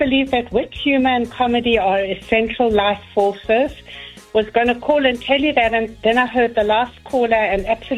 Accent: Johannesburg, Gauteng, South Africa; moved away as an adult; I was born and raised in Johannesburg.

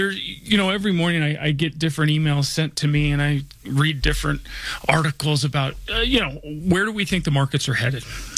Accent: Denver, Colorado, United States; I was born and raised here in Denver, and I went to Cherry Creek High School. I grew up, I went to Holly Hills Elementary School, grew up close to, Hamden and I-25.

